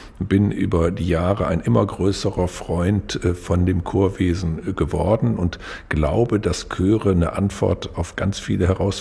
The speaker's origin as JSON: {"language": "German", "region": "Northern Germany", "country": "Germany", "said": "Das muss ich als Norddeutscher inzwischen konstatieren."}